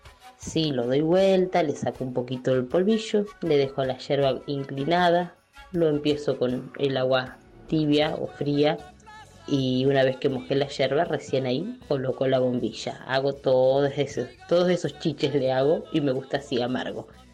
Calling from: Venado Tuerto, Santa Fe, Argentina; de Venado Tuerto

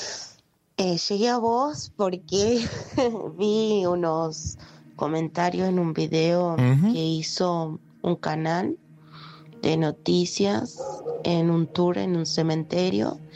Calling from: Salta, Argentina; Soy de Salta Capital, te cuento.

